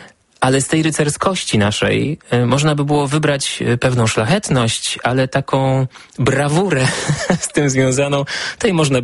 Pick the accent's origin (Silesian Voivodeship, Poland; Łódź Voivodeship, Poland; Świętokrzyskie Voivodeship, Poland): Silesian Voivodeship, Poland; moved away as an adult; now in Warsaw, Poland; ja jestem ze Śląska, jestem Ślązakiem, ale nie potrafię tego robić. Jestem biernym użytkownikiem języka, dużo rozumiem, w zasadzie wszystko. Moja babcia używała śląszczyzny, ale ja potrafię się tylko trochę zgrywać.